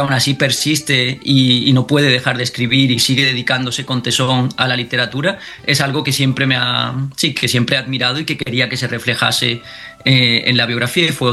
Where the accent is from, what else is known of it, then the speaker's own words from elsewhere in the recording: Andalusia, Spain; moved away as an adult; yo vengo de Andalucía, pero llevo ya más de 20 años fuera de España, trabajo para una organización humanitaria, la Cruz Roja Internacional, entonces he vivido en muchos países.